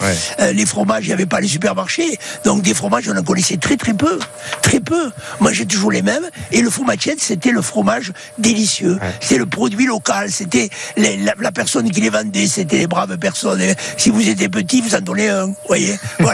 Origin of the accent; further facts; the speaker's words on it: Occitanie, France; born there; moved away as an adult; also born or lived in Mexico / Morocco / Spain; Moi, je suis né à Pézières. Ouais. Je suis de la dernière génération qui naissait à la maison.